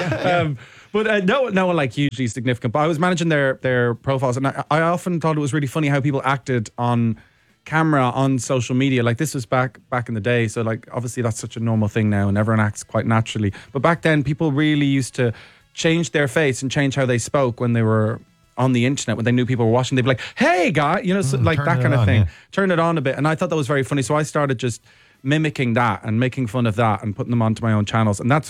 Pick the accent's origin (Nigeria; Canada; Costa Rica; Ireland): Ireland; also born or lived in England; I'm an Irish guy, really, with my roots and everything like that.